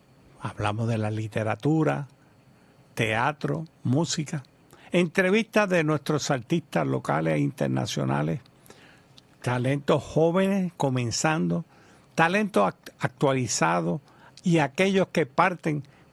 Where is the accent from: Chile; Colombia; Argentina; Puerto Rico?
Puerto Rico; Trujillo Alto; yo soy del barrio de Pocas de Trujillo Alto.